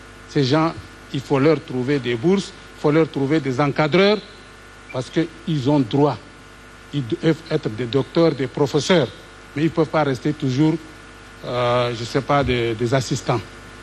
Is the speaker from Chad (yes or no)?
yes; Chad; en tant que Tchadien, nous avons quelque chose.